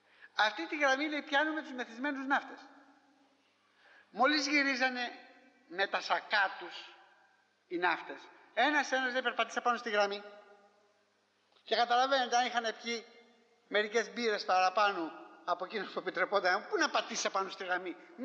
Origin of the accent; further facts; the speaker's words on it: Corfu, Ionian Islands, Greece; Σας ξανά έλεγα ότι στην Κέρκυρα, στην πατρίδα μου, όταν είμαστε παιδιά, ερχόταν συνεχώς ο Αγγλικός στόλος.